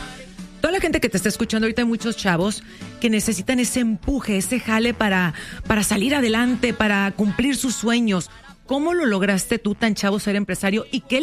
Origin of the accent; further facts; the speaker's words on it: Sonora, Mexico; tú como mi paisano, como buen sonorense